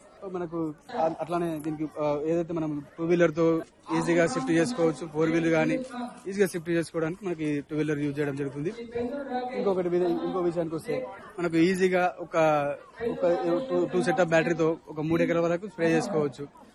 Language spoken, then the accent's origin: Telugu; Hyderabad, Telangana, India; నేను హైదరాబాద్ మాదాపూర్ నుండి.